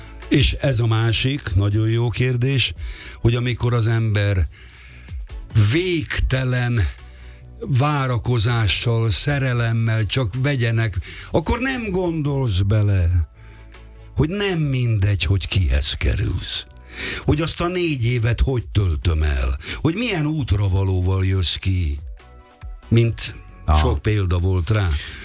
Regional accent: Budapest, Hungary; also born or lived in Szeged; 67-ben ott születtem, és 69-ben jöttünk föl Pestre

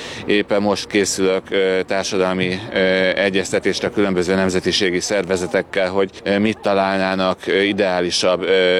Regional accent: Hungary; Magyarországi szlovákként az utóbbi időben végig részt vettem ezeken a rendezvényeken

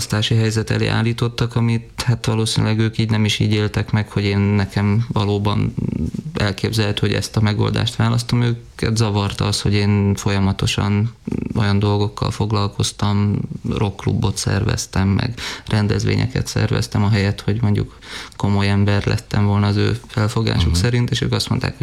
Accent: Budapest, Hungary; born there; also born or lived in Gödöllő; Én Budapesten születtem.

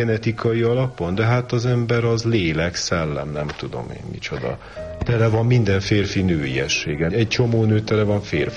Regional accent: Budapest, Hungary; én ugye ebben a római katolikus családban nőttem fel, valahol Zuglónak a perifériáján. Félig falusi körülmények között

